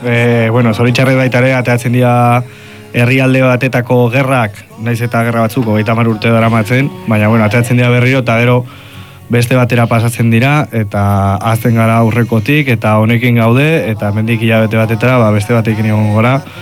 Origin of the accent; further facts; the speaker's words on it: Pamplona, Navarre, Spain; Iruñan bizi izan naiz eta jaio egin naiz